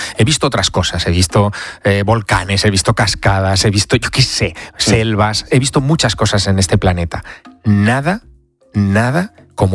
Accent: Teruel, Aragon, Spain; Pues mira, me voy a Teruel, a mi ciudad natal.

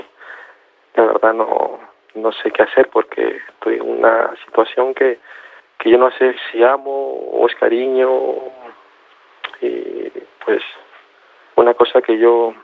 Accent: Peru; No, yo soy de Perú.

